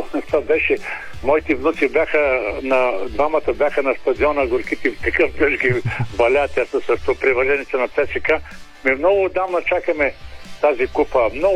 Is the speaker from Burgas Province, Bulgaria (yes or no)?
yes; Burgas, Burgas Province, Bulgaria; moved away; аз съм бургазлия и цяло лято съм си в Бургас.